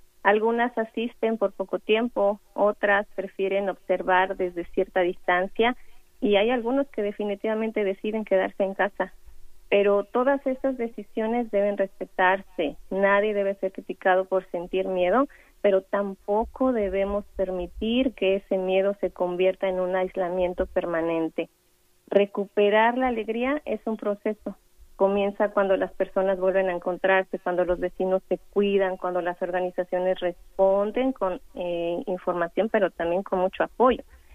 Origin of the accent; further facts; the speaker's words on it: Mexico; now in Chicago, United States; nosotros como mexicanos tenemos algo que nos caracteriza, que es la unidad.